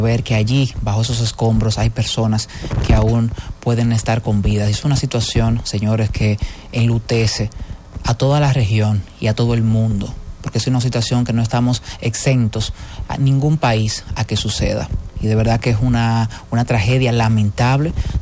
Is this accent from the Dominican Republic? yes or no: yes; Dominican Republic; nosotros como República Dominicana